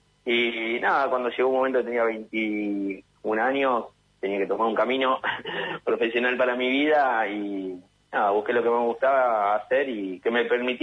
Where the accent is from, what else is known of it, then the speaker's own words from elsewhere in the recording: General Rodríguez, Buenos Aires Province, Argentina; yo me crié en General Rodríguez, provincia de Buenos Aires, y ella en San Isidro.